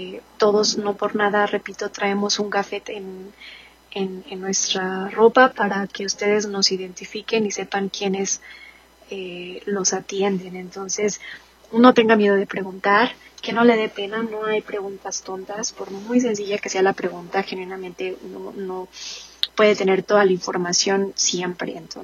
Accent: Mexico; moved away; nuestra comunidad como mexicanos

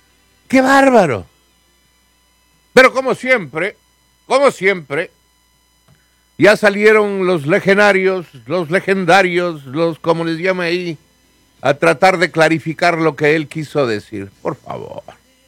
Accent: United States; en esta nación, ¿no? El consejo es que somos estadounidenses.

